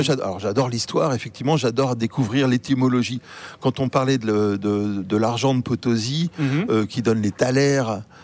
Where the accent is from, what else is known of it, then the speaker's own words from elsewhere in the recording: Martinique; Comme on disait, moi j'ai grandi à la Martinique et j'y retourne régulièrement